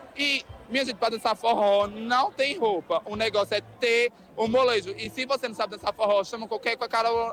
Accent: Caruaru, Pernambuco, Brazil; Nascido e criado aqui em Caruaru

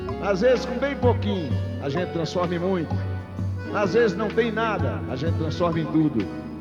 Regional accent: the sertão, Northeast Brazil, Brazil; born there; Porque sou nordestino, porque sou do sertão.

